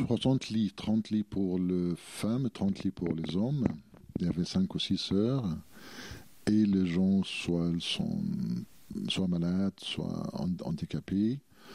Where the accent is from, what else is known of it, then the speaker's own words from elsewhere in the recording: Cairo, Cairo Governorate, Egypt; first language Arabic; French is a second language; moved away as an adult; now in France; Centre-ville du Caire. Je suis né, j'ai passé le 30 première 30 ans de ma vie au centre-ville du Caire. Après le mariage, à 30 ans, on est déménagé à côté de l'aéroport à l'est du Caire.